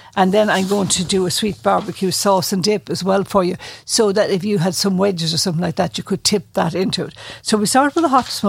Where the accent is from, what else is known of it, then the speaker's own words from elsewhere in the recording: Arthurstown, County Wexford, Ireland; You see, I am below from Arthurstown, technically. I'm just off the ferry, Ballyhack, and then over the road I'm there.